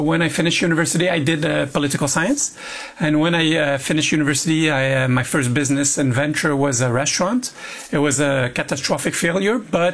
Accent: Quebec, Canada; accent: French

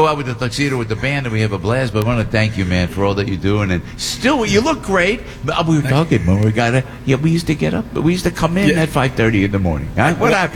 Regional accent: New Jersey, United States; I'm from Jersey. I love to highlight Jersey.

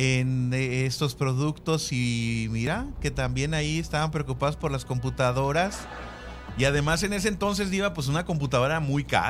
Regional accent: Fresnillo, Zacatecas, Mexico; moved away; Yo estaba en Fresnillo, Zacatecas, en mi pueblo natal, el pueblo que me dio nacer

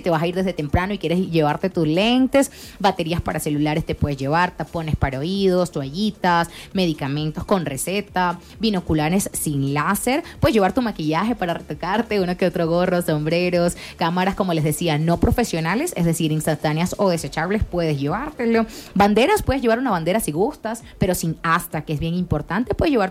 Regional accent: Venezuela; now in Mexico; yo soy venezolana, pero ya estoy bien adoptada en México

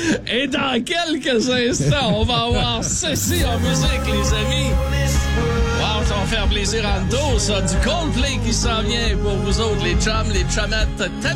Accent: Lac-Saint-Jean, Quebec, Canada

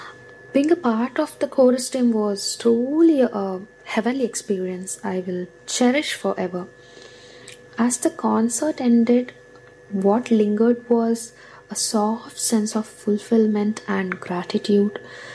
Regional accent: Udupi, Karnataka, India; moved away; So back in India, there was a concert of Sir in my hometown, Udupi, which is in Karnataka.

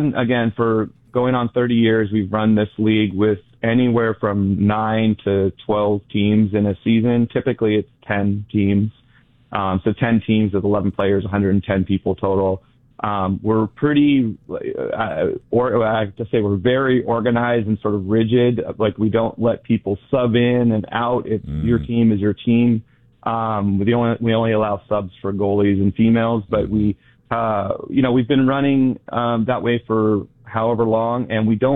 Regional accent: Bay Area, California, United States; now in San Diego, United States; I'm from the Bay Area originally, so I'm a Giants fan.

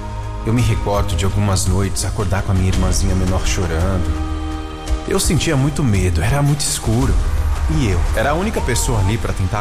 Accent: Ilhéus, Bahia, Brazil; born or raised there

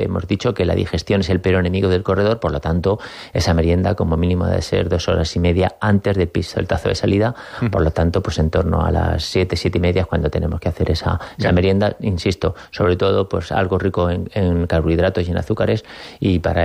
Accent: Albacete, Castilla-La Mancha, Spain; todos los que somos de Albacete

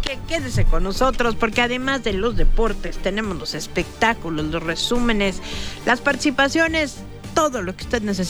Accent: Mexico; porque los mexicanos también nos ponemos de pie y nos levantamos como siempre.

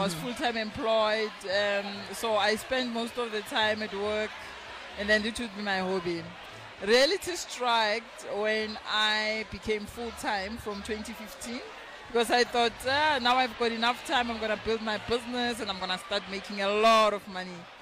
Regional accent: South Africa

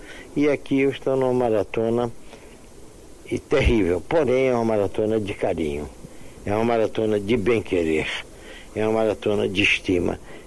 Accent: Bahia, Brazil; nesta cidade, que é a minha cidade, onde eu cresci e aprendi tudo que eu sei, eu aprendi com o povo da Bahia.

